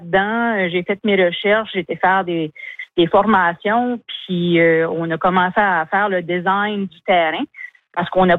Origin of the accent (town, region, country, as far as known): Edmundston, New Brunswick, Canada; also born or lived in Moncton